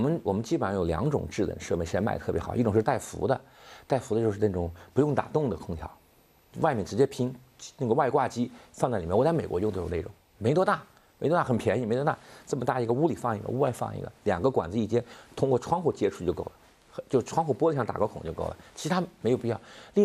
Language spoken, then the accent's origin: Chinese; China; moved away; also born or lived in Italy; 我们中国人